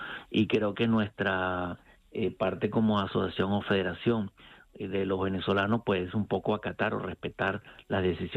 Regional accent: Spain; Y creo que debería tener todos los derechos y deberes, ¿no? Vale. O sea, si tengo un DNI y el DNI me permite votar en cualquier parte del mundo donde esté, porque soy español

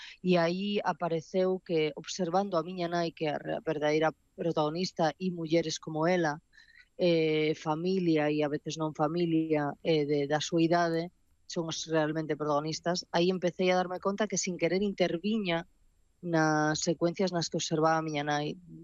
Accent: Ribeira, Galicia, Spain; coma nas aldeas ao redor de Santiago, que é donde eu me criei, criei-me aquí en Ribeira.

